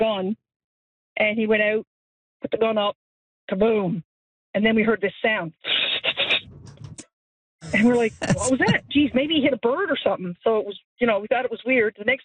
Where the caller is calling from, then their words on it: Portugal Cove, Newfoundland and Labrador, Canada; Portugal Cove.